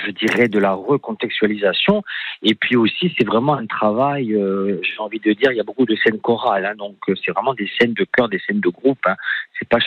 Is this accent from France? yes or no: yes; Bastia, Corsica, France; l'inspecteur général arrive chez nous à Bastia